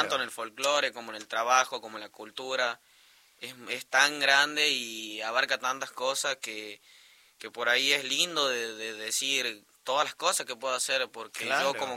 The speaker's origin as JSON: {"language": "Spanish", "town": "Alderete", "region": "Tucumán", "country": "Argentina", "said": "yo soy tucumano con orgullo."}